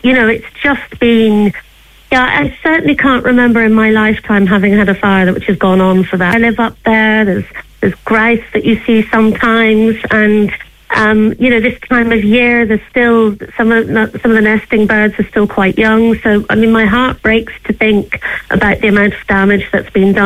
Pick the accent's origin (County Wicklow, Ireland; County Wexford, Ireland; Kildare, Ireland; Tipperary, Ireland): County Wicklow, Ireland; Glencree; growing up in Glencree